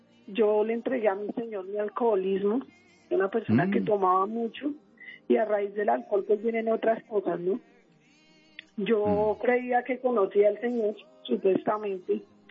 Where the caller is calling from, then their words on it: Bogotá, Colombia; Estoy en Bogotá, la localidad de Kennedy.